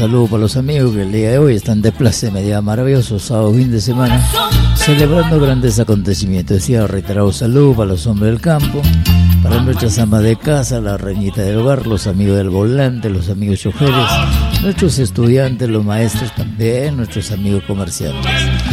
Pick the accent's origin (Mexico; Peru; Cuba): Peru; nosotros como vanos peruanos